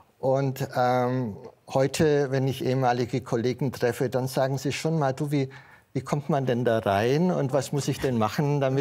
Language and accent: German; Southern Germany, Germany; Also ich komme aus einfachem Hause. Wir sind maximal mal ins Allgäu gefahren. Ich stamme aus Süddeutschland und wir waren nie am Meer.